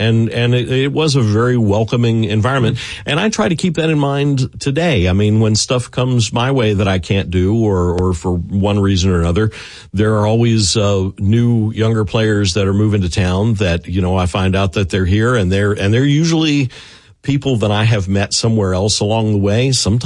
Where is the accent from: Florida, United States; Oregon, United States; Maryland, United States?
Maryland, United States; I grew up in Anne Arundel County, Maryland, just south of Baltimore.